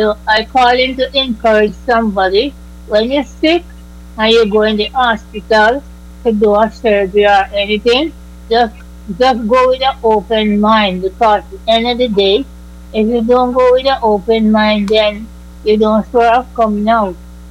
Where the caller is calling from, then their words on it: Bahamas; I'm calling from the Bahamas.